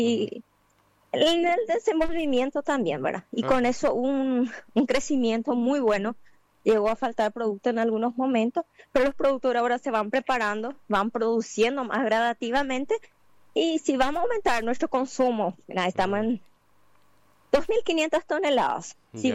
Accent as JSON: {"language": "Spanish", "region": "Caaguazú", "country": "Paraguay", "lives_now": "Santa Rita, Paraguay", "said": "soy paraguayo, soy nacida en Paraguay, soy caguaseña. Y el acento se me agarró un poquitito"}